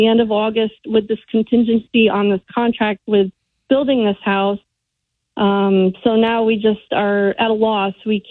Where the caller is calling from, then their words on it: Spring Hill, United States; I'm calling from Spring Hill.